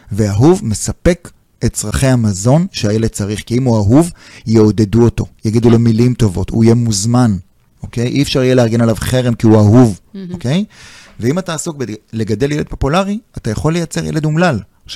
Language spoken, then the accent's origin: Hebrew; Jerusalem, Jerusalem District, Israel; הייתי בכיתה נוראית, בבית ספר נוראי, בשכונה נוראית, במקום כן. שנקרא רגיל. בסדר? הייתי בירושלים, הכל.